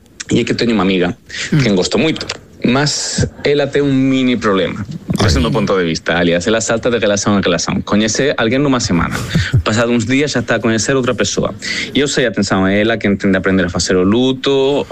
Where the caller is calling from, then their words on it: Spain; accent: Spanish; Portuguese is a second language; Antes de mais, eu sou espanhol, acho que deve parar para saber pelo sotaque.